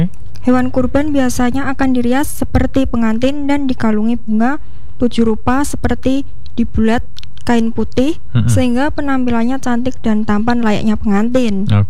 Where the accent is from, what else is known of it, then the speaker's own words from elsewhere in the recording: Nganjuk, East Java, Indonesia; Iya, Nganjuk. Nganjuk.